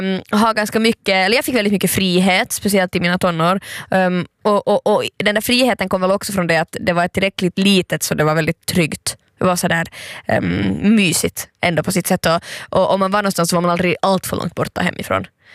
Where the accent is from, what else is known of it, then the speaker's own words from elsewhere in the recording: Vaasa, Ostrobothnia, Finland; Tänk att jag är från Vasa. Titus anklagar ju alltid Vasabo för att prata så långsamt.